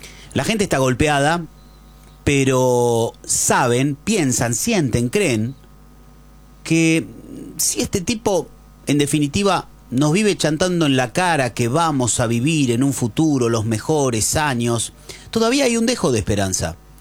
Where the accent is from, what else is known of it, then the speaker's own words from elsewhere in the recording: Argentina; lo que yo puedo sentir como argentino